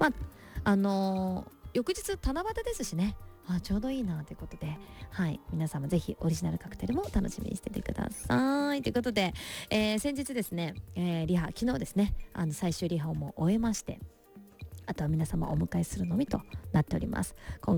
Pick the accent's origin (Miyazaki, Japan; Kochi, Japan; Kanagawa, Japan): Miyazaki, Japan; moved away; 宮崎なんで、ね、私の地元でございます、